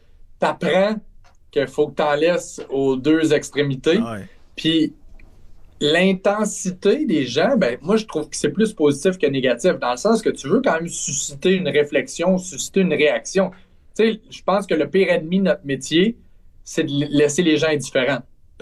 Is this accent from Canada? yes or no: yes; Trois-Rivières, Quebec, Canada; Le plus absurde là-dedans, c'est que je viens de Trois-Rivières. Je suis directement dans le milieu.